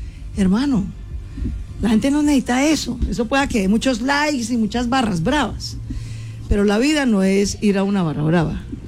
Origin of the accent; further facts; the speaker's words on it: Colombia; Leonardo y yo somos dos colombianos hechos a pulso, venimos de abajo